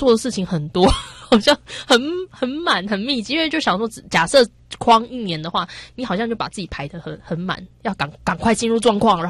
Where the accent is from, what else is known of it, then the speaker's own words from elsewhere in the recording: Taiwan; 我们是一个台湾人，然后年纪也蛮小的，还大学学历也还没拿到，